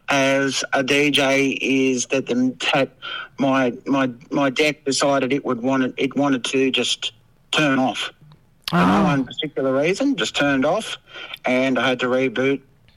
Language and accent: English; Queanbeyan, New South Wales, Australia; born there; Even though I was born in Queanbeyan, and it's near Canberra.